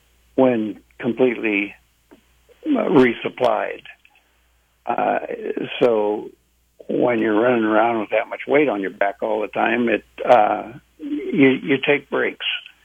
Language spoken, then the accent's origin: English; Seward, Alaska, United States; I was born and raised in Alaska. Seward, Alaska is where I was born.